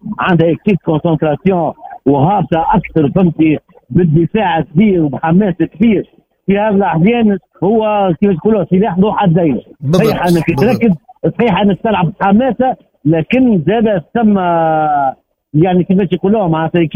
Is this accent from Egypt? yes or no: no; Tunisia